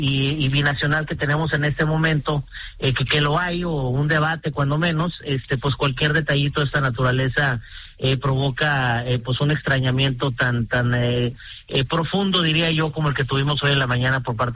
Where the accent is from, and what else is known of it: Baja California, Mexico